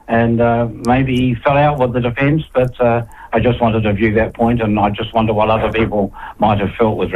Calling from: Wellington, New Zealand; I'm calling from Wellington.

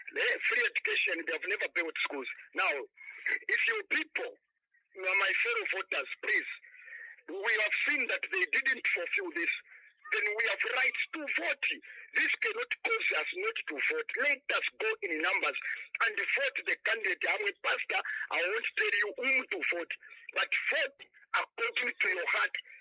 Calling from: Sri Lanka; I'm calling you from Sri Lanka.

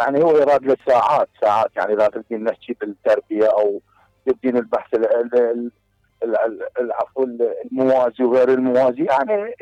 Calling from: Baghdad, Baghdad Governorate, Iraq; من بغداد.

